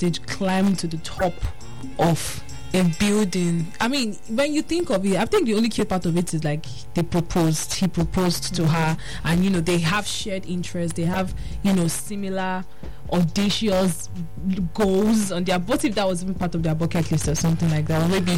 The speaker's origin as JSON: {"language": "English", "country": "Nigeria", "said": "I am too Nigerian for that."}